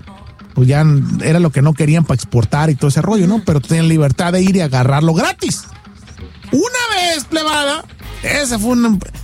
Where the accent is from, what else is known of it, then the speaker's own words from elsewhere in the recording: Guasave, Sinaloa, Mexico; Allá de donde soy yo, de Sinaloa, de Estación Capomo, Guasar, Sinaloa, México.